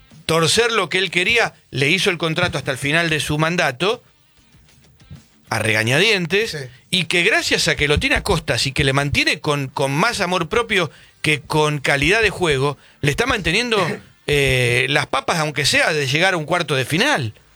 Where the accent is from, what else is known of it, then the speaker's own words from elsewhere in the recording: Buenos Aires, Argentina; todos los que no somos de que no somos porteños, porque los porteños son los que nacieron en Capital, la verdad que nos da por los huevos cuando viene alguien que no es de la provincia de Buenos Aires, donde nacimos todos los que no somos porteños